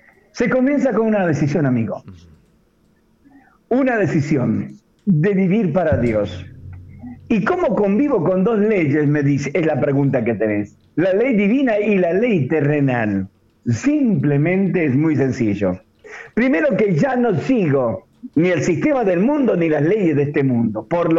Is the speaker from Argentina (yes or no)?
yes; Argentina; porque soy ciudadano todavía como argentino